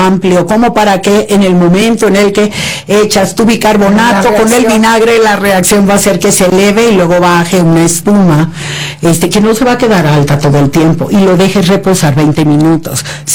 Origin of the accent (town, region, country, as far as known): Tabasco, Mexico